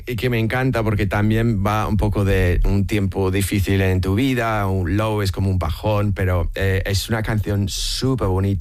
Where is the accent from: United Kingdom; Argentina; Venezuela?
United Kingdom; born there; Spanish is a second language; mezcla unas imágenes y unos nombres y unos lugares muy, muy británicos. Entonces me afinca mucho en mi país natal